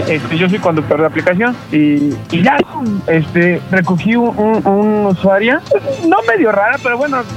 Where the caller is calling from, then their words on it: Iztapalapa, Mexico City, Mexico; Aquí andamos de Iztapalapa.